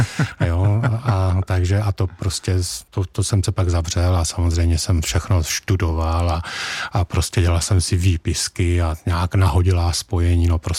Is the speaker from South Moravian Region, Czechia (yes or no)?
yes; Rosice, South Moravian Region, Czechia; born there; Jsem se narodil v Rosicích u Brna, dnes tam opět žijí.